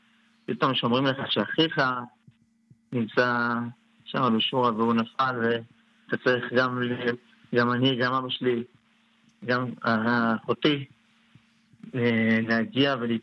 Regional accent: Ashdod, Southern District, Israel; כי אנחנו מאשדוד

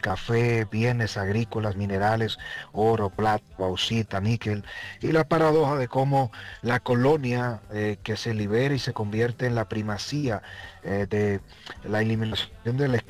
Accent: Dominican Republic; y yo como dominicano he estudiado y le he dado una mirada profunda desde la otra parte de la isla

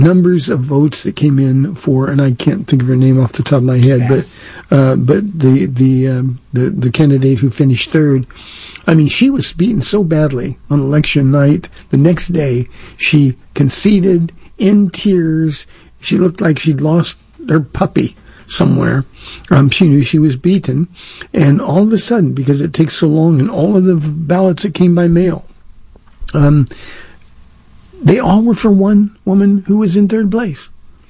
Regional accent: California, United States; I'm from Southern California. I grew up 30 miles east of Los Angeles.

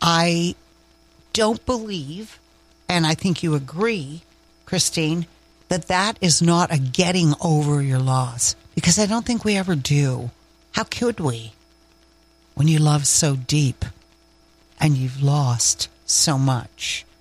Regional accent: Nova Scotia, Canada; accent: maritime; now in Haliburton, Canada; I am born and raised in Nova Scotia with a deep love for Newfoundlanders. My father was from New Brunswick.

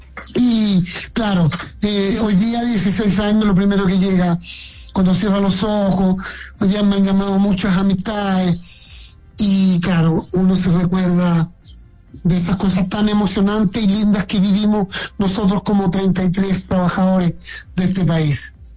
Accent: Chile

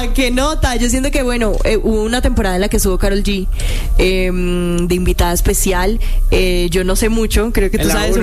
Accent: Medellín, Antioquia, Colombia; Yo vengo de un barrio de Medellín que se llama Aranjuez, entonces sé lo problemático y lo difícil que puede ser crecer en un lugar así

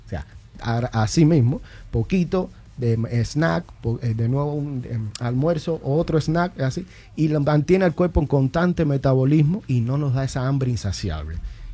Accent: Cuba; Yo soy cubano, nosotros los cubanos adictos al pan. Es, viene siendo nuestra idiosincrasia.

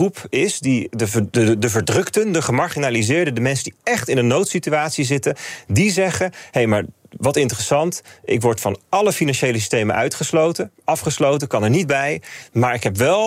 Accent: Netherlands

